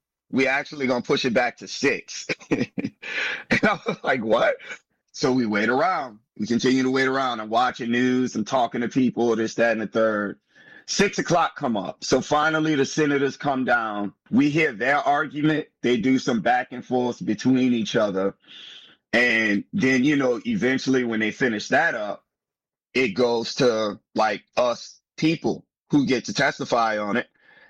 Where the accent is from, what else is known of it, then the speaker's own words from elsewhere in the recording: New Orleans, Louisiana, United States; And I'm lucky that I grew up in New Orleans because it is a blue dot in a red ocean.